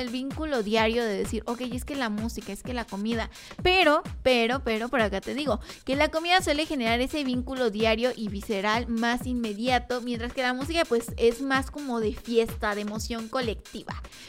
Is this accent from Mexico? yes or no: yes; Mexico